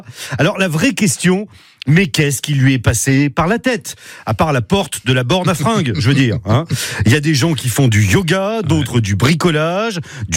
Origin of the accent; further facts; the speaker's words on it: Bourgogne-Franche-Comté, France; Chez nous, en Bourgogne, le golf, c'est à Quetigny, à Norges, à Chassagne, à Chailly-sur-Armançon, mais c'est surtout à Billet.